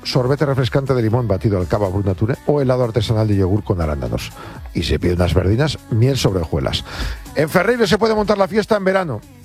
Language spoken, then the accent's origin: Spanish; Asturias, Spain; Yo como asturiano.